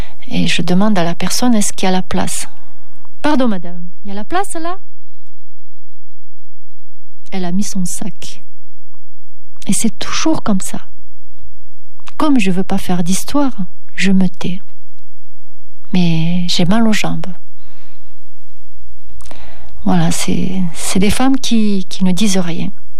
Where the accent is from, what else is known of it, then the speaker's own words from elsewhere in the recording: France; Donc on est français, on est intégré